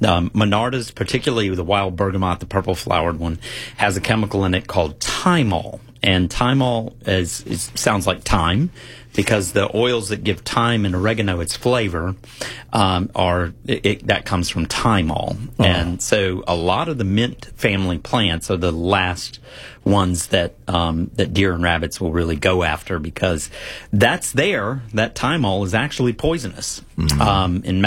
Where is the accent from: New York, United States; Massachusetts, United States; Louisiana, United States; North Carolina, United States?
North Carolina, United States; Sparta; Well, I'm from North Carolina.